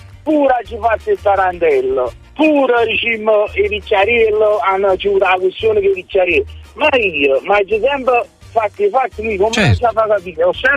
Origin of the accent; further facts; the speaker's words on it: Grumo Nevano, Campania, Italy; Ciao, senti … sono di Grumonevano.